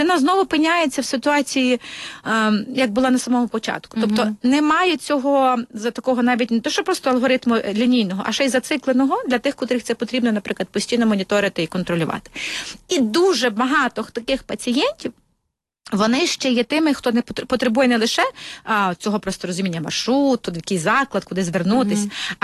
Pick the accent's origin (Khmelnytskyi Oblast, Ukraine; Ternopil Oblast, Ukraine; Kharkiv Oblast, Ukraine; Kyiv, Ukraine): Kyiv, Ukraine; як кияни виділяємо кошти